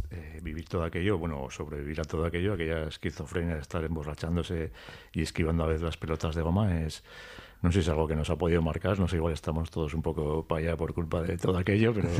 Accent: Pamplona, Navarre, Spain; los que somos de Pamplona, de Iruña, vamos a reconocer muchos escenarios, bares, ¿no?

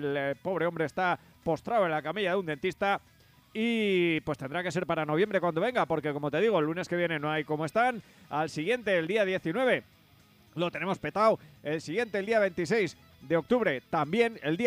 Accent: Lerín, Navarre, Spain; soy de Lerín

